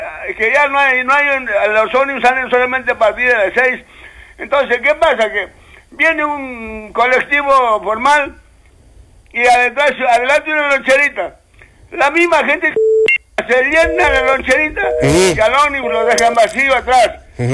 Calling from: Socabaya, Arequipa, Peru; para acá, yo le hablo de Socaba ya

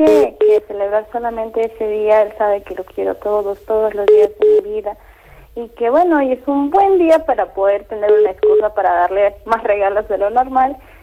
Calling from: Arequipa, Peru

